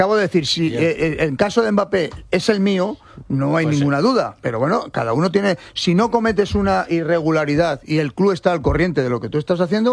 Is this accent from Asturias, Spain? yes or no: no; Madrid, Community of Madrid, Spain; Porque soy de Madrid.